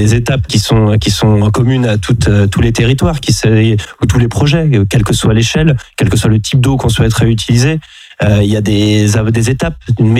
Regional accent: France; chez nous en France

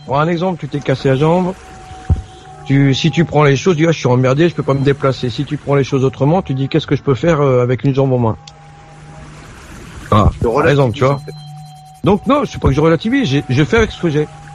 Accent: France; born there; Alors, moi, je suis né en France, donc j'ai pas connu ce que mon père a vécu et mes parents ont vécu.

